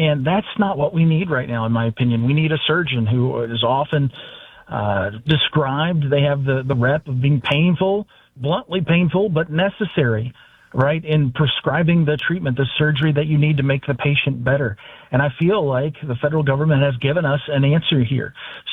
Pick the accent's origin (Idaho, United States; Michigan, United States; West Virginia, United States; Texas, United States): West Virginia, United States; I grew up in the Southern Coalfields.